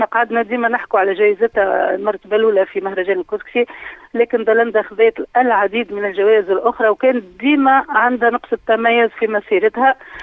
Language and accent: Arabic; Tunisia